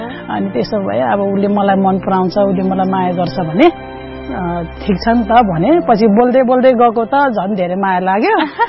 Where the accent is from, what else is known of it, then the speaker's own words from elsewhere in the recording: Darbang, Gandaki Province, Nepal; moved away; म हुर्केको चाहिँ दरबाङमा